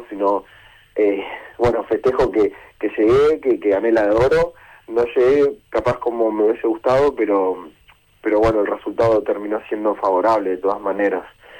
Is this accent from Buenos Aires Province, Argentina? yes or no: yes; Vicente López, Buenos Aires Province, Argentina; born or raised there; also born or lived in Posadas